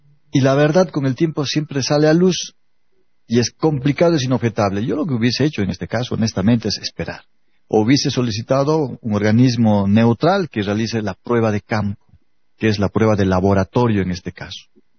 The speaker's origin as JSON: {"language": "Spanish", "country": "Bolivia"}